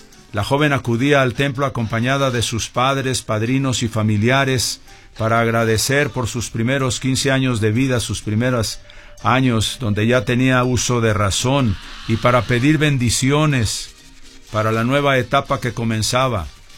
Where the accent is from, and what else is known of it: Mexico